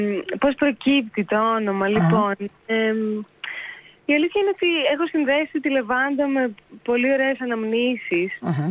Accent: Ioannina, Epirus, Greece; Στα Ιωάννινα, ναι. Και στη Θεσσαλονίκη

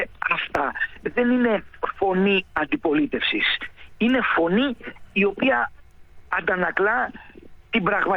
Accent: Kefalonia, Ionian Islands, Greece; Ας φέρω ένα παράδειγμα από την ιδιαίτερη πατρίδα μου. Εγώ κατάγομαι από την Κεφαλονιά.

